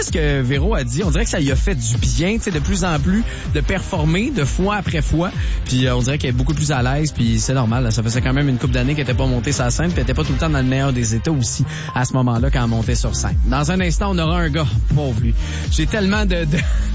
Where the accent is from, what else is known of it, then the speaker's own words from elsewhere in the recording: Quebec, Canada; ici chez nous au Canada, au Québec